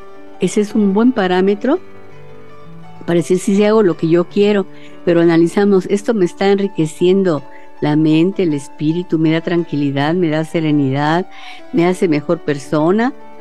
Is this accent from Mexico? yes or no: yes; Mexico